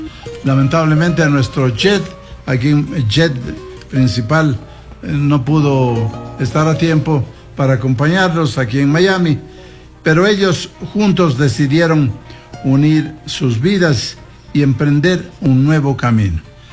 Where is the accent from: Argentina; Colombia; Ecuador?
Ecuador; San Isidro; moved away; en mi pueblito San Isidro celebraron las fiestas de San Isidro